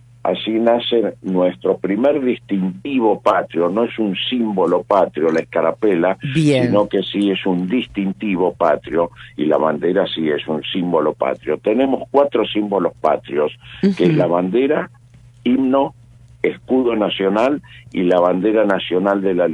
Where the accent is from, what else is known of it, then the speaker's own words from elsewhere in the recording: Argentina; es lo que nos identifica a nosotros como argentinos, como patriotas